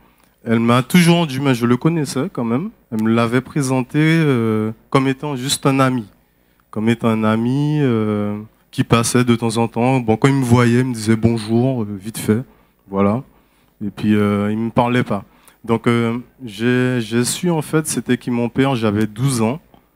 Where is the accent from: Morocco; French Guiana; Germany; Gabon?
French Guiana; born there; Je suis né en Guyane, d'une mère qui est martiniquaise.